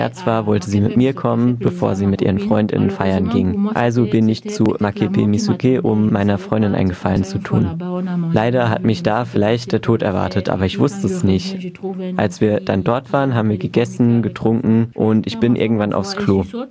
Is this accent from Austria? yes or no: no; Cameroon; now in Germany; ich bin ein Transmann und ich bin 32. Ich komme aus Kamerun.